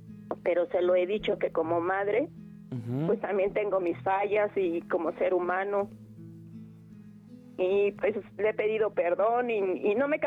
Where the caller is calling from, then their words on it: Tlalnepantla, State of Mexico, Mexico; Tlalnepantla